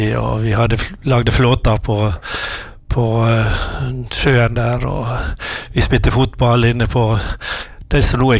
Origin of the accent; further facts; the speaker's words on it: Ålesund, Møre og Romsdal, Norway; Jeg var født I Skaregata I byen, så jeg skikkelig innfødt Ålesund. men jeg var ikke mer enn ett. Eller nesten to år da flyttet vi inn på Voldsdalsberga da, I 1952